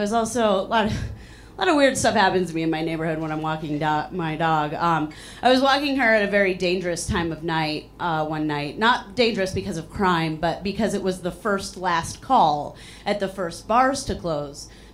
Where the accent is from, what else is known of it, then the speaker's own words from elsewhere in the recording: Chicago, Illinois, United States; like the host said, I'm from Chicago. I'm from here. I live in Chicago.